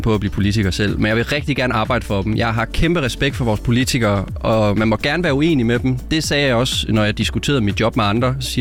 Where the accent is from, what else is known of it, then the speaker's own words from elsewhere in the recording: Viborg, Central Denmark Region, Denmark; det er også derfor, jeg holder fast i, at jeg er viborgenser.